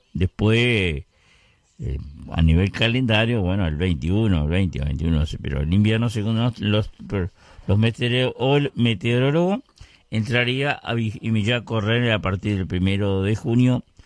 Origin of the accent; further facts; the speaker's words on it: Vergara, Treinta y Tres, Uruguay; born there; ¿cómo están pasando la gente de mi pueblo, de Vergara